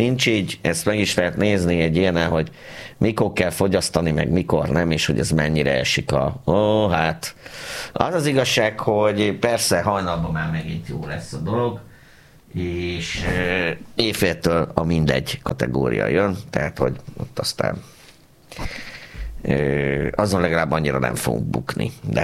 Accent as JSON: {"language": "Hungarian", "town": "Pécs", "region": "Baranya", "country": "Hungary", "said": "én ezt se tudom mondani, hogy én pécsiként sosem libikókáztam, mert mi döcögőztünk, drága."}